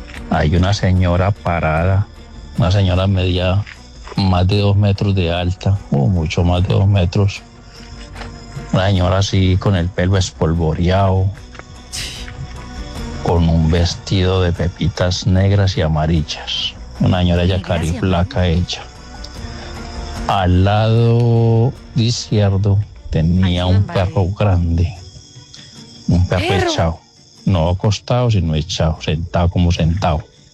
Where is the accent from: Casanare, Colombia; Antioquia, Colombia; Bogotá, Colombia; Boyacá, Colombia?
Antioquia, Colombia; Remedios; Yo soy acá de Remedios, Antioquia. Remedios.